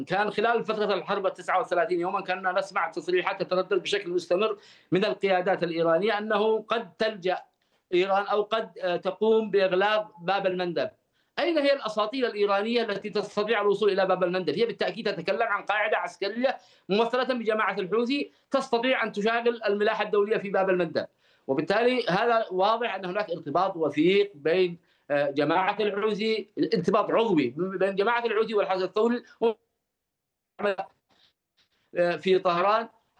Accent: Yemen; تستهدفنا كيمنيين

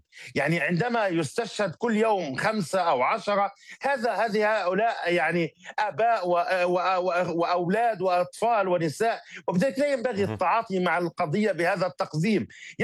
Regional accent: Palestine; نحن كشعب فلسطيني

